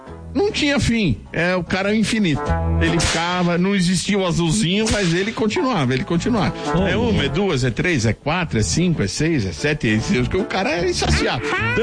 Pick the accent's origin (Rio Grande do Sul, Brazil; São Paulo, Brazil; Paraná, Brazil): São Paulo, Brazil; Eu também sou de São Paulo, capital. Maternidade São Paulo.